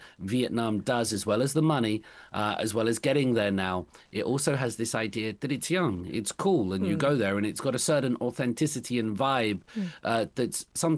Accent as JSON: {"language": "English", "country": "United Kingdom", "moved": "yes", "lives_now": "South Korea", "said": "as a British man."}